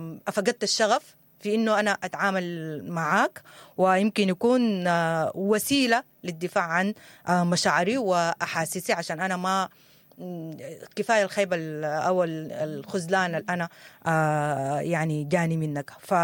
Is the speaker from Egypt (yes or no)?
no; Sudan; وإحنا يعني كسودانيين ما قاعدين نهتم بداء كتير